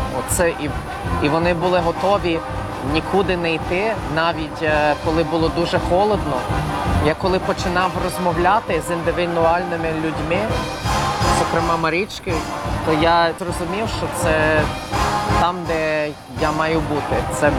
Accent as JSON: {"language": "Ukrainian", "country": "Canada", "tie": "born there", "also_born_or_lived": "Lviv", "second_language": "Ukrainian", "said": "я жив в Львові декілька років, але я взагалі народився в Канаді."}